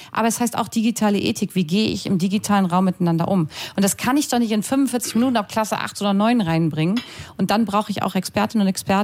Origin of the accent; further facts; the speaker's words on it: Lower Saxony, Germany; früher hieß es bei uns in Niedersachsen mal Orientierungsstufe, gab es das hier auch sowas, ne?